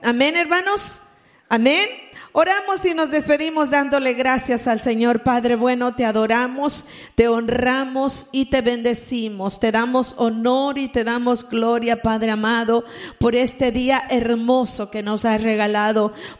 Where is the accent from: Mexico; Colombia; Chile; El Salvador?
El Salvador; ¿Cuántos estamos de El Salvador? La hermana Araceli y yo y mi mamá somos de El Salvador. Wow, somos bien poquitos.